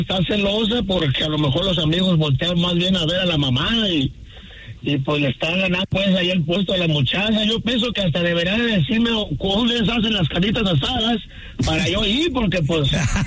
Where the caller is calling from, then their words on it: Sacramento, California, United States; Soy de Sacramento. Aquí andamos ahorita trabajando aquí en Folsom.